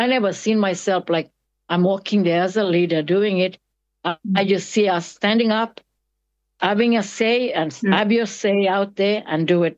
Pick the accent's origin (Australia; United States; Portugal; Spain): Australia; Enginu; because I grew up here in Enginu. Enginu is my community. It's in the Puthuma Land Trust.